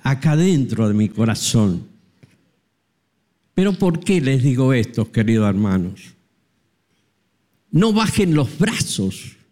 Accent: Guaymallén, Mendoza, Argentina; soy de Guaymallén

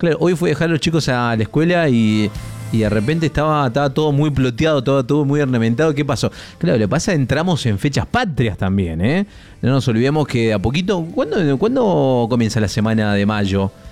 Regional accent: Argentina; somos, sí, argentinos

